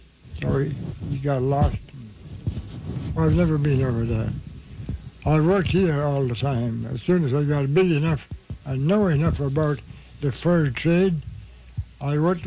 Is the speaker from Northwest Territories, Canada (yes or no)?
yes; Fort McPherson, Northwest Territories, Canada; born there; Yes, I was born in Fort McPherson in 1894. Yes, I was born right here.